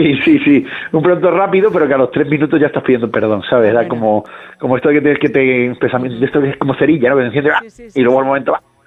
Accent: Cádiz, Andalusia, Spain; No, claro, no, y yo además me crié en Cádiz, con lo cual

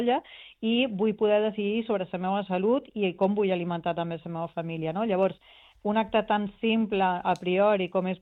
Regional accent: Ibiza, Balearic Islands, Spain; jo soc d'Eivissa

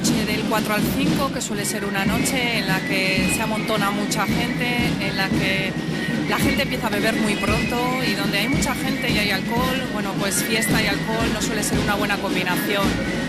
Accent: Vitoria-Gasteiz, Basque Country, Spain; Soy vitoriana, nacida aquí y para mí es un orgullo estar aquí y además representar a mi ciudad.

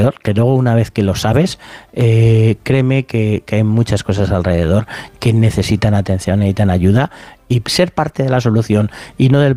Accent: Spain; además somos muy españoles, el humor negro nos encanta.

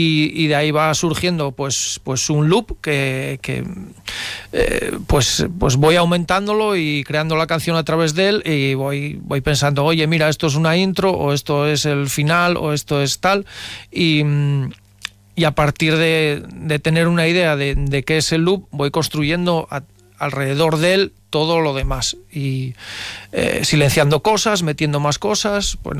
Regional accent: Bañugues, Asturias, Spain; Yo soy de Bañugues y tomo un mogollón de imágenes de la mar porque me gusta mucho, porque bueno, yo tengo familia de marineros

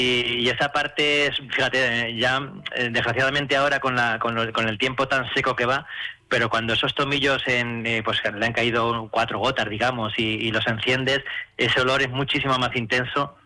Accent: El Ballestero, Castilla-La Mancha, Spain; los que somos del Ballestero

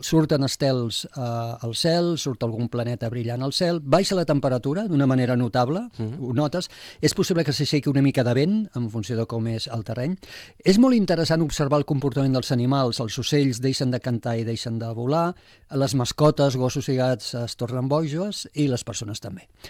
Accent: Tarragona, Catalonia, Spain; now in Sant Cugat, Spain; jo que sóc de Tarragona, tot i que ara fa molts anys que visc a Sant Cugat, però jo vaig néixer a Tarragona, la meva família és d'aquí

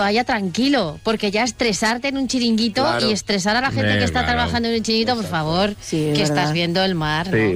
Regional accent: Madrid, Community of Madrid, Spain; Y que yo, aunque soy de Madrid, pues

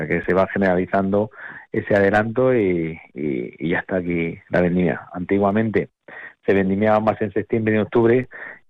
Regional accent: Villarrubia de los Ojos, Castilla-La Mancha, Spain; Sí, nosotros somos de Villarrubia los que antes comenzamos

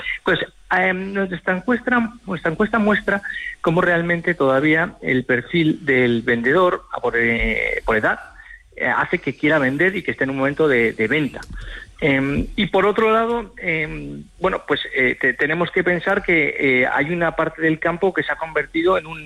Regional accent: Valencian Community, Spain; yo soy de la Comunidad Valenciana

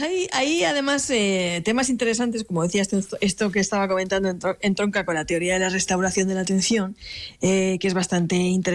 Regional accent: Alicante, Valencian Community, Spain; O sea, yo, por ejemplo, que soy del Mediterráneo, de Alicante, yo cuando voy a la playa siempre me gusta situar donde el agua rompe contra unas roquitas, ¿no?

